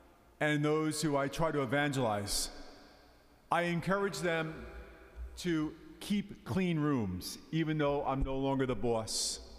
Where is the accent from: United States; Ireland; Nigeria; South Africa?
Ireland; me being Irish